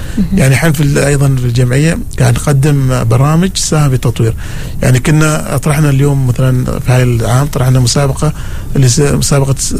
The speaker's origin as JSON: {"language": "Arabic", "country": "Oman"}